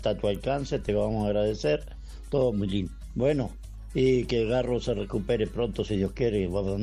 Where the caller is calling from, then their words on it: Soca, Canelones, Uruguay